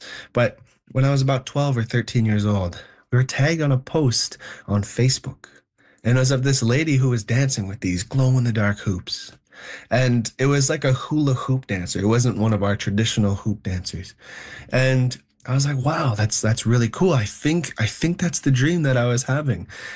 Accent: Ottawa, Ontario, Canada; we actually went back to the community where we grew up in Ottawa.

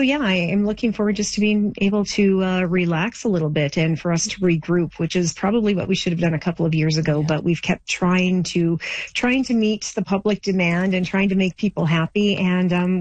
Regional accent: Torrington, Alberta, Canada; So I grew up in Torrington, and it was vastly different than what it is now.

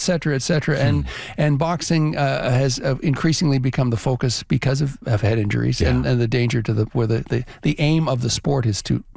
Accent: Toronto, Ontario, Canada; Well, yeah, and because I grew up in Toronto, and he was always on the scene.

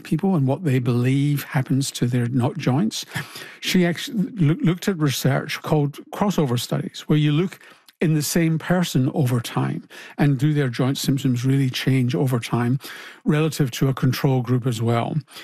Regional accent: Glasgow, Scotland, United Kingdom; such as you tend to get in Australia rather than Glasgow, my hometown

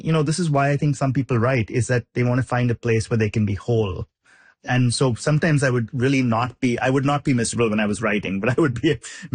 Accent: India; moved away as an adult; now in United States; I already had a bifurcated life in the sense that I grew up in India. I moved to the US for college. I was writing about India.

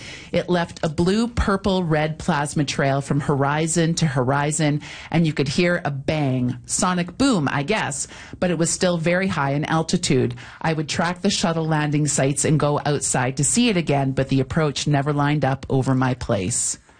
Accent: Fort McMurray, Alberta, Canada; Now, I'm curious because I come from Fort McMurray, so I have also seen many a northern light in my day.

